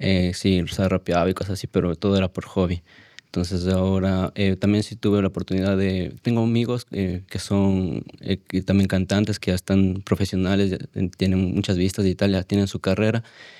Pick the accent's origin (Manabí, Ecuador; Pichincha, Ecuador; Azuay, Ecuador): Pichincha, Ecuador; Quito; moved away; Soy de Quito, Ecuador.